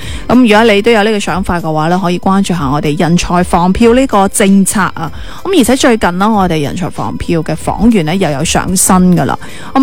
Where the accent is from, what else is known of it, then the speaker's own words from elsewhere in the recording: Jiangmen, Guangdong, China; 为咗令到我哋江门人咧住得更加舒心啦